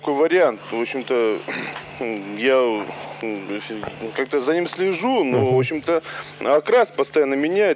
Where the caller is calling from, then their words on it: Moscow, Russia; мы с воробьем тоже московские оба